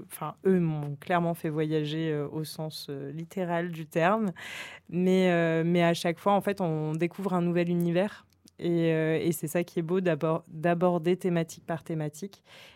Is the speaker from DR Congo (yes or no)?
no; Toulon, Provence-Alpes-Côte d'Azur, France; moi, je viens de Toulon